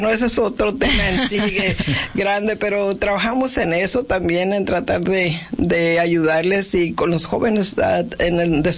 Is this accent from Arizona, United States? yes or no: yes; Yuma, Arizona, United States; anteriormente hasta nos enorgullecíamos de decir, ay, soy de Yuma y yo aguanto cuánto, todo